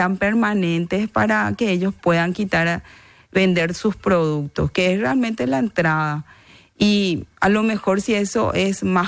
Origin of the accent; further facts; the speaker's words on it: Paraguay; realmente nosotros como ciudadanos paraguayos debemos de seguir teniendo esta cultura